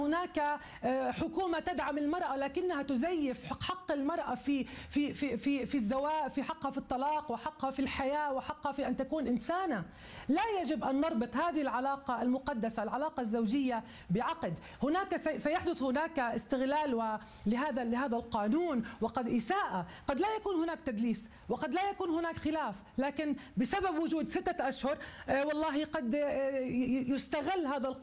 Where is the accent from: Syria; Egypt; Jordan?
Jordan; أنا امرأة أردنية متزوجة ولدي